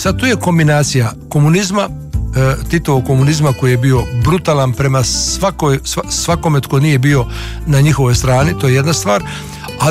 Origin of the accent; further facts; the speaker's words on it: Split, Split-Dalmatia County, Croatia; dok sam odrastao u Splitu